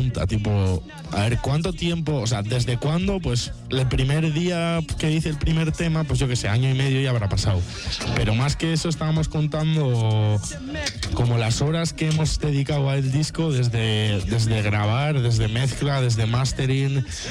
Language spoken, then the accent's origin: Spanish; Mondragón, Basque Country, Spain; pues rockeros y en mi pueblo, pues en Mondra, me puncarras de estos de tal